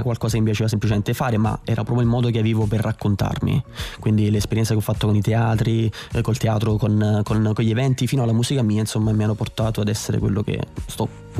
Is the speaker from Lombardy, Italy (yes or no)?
no; Naples, Campania, Italy; io vengo da Napoli, precisamente vengo da Barra, un quartiere di Napoli, e un quartiere comunque difficile